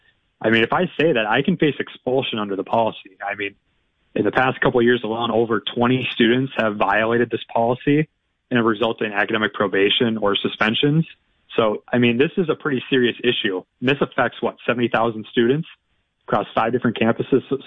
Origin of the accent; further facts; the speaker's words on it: Minnesota, United States; Yeah, I live right now, and I grew up about 30 minutes south of the Twin Cities. So Minneapolis is kind of my second home away from home.